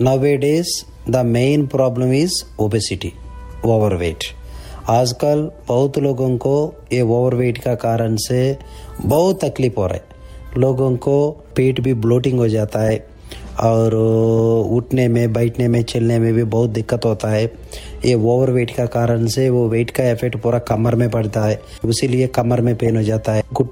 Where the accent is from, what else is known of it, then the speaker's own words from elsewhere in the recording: South India, India; also born or lived in Kerala; now in Canada; मैं south India से हूँ।